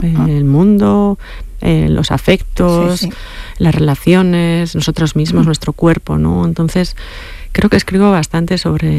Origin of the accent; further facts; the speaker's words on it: Errenteria, Basque Country, Spain; Yo soy de Rentería